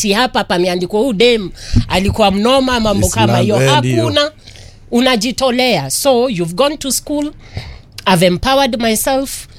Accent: Nairobi, Kenya; born there; Mimi nimezaliwa kwa mtaa wa Eastlands, eh?

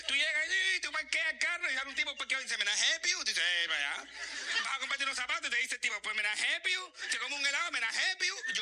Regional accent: Cuba; Además, de donde yo vengo, de mi pool, de mi patria, de mi Cuba, todo era más fácil

